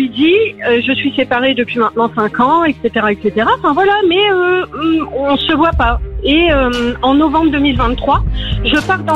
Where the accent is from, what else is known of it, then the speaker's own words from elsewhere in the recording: northern France, France; parce qu'il faut savoir que moi je suis du Nord et lui du Sud.